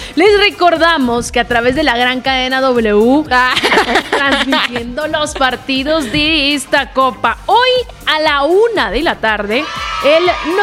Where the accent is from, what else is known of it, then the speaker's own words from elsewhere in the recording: Mexico; Soy mexicano, pero me encantaría que Guatemala esté en algún